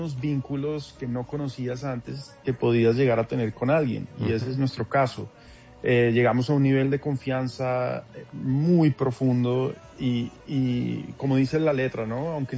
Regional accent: Bogotá, Colombia; now in Houston, United States; Yo soy rolo de papá barranquillero

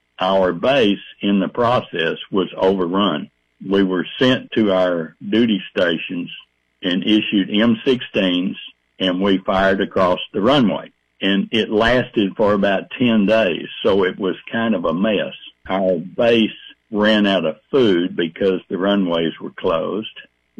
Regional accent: Dallas, Texas, United States; I'm a native-born Texan. I grew up in the Dallas area.

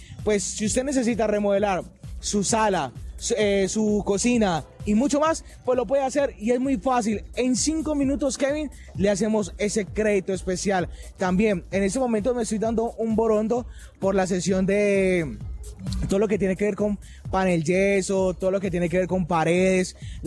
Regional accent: Cali, Valle del Cauca, Colombia; es importante que nos levantemos todos como colombianos y caleños que somos.

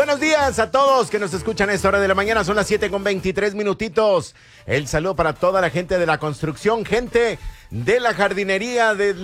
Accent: Mexico; parado con nosotros los mexicanos. Y tiene toda la boca llena de razón. Si algo a veces nosotros como mexicanos

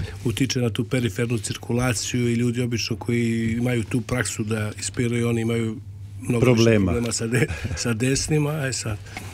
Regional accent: Montenegro; Pa, kod nas, ja sam iz Crne Gore, i tamo odakle sam ja porijeklom iz okoline Cetinja, mi smo imali tu priču

